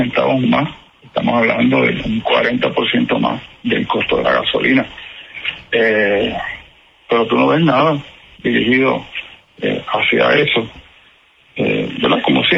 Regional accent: Puerto Rico

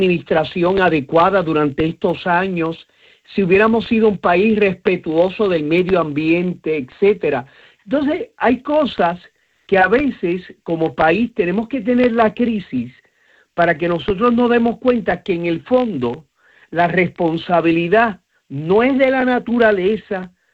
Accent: Puerto Rico; buenos días a todo mi pueblo de Puerto Rico.

